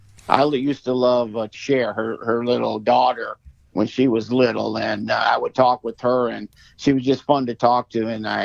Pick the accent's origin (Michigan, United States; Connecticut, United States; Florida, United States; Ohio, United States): Michigan, United States; Kalamazoo; I was raised in the Kalamazoo, Michigan area, and my parents used to come out to the Las Vegas in the wintertime, and we'd be getting Midwest, right, ice and snow and freezing.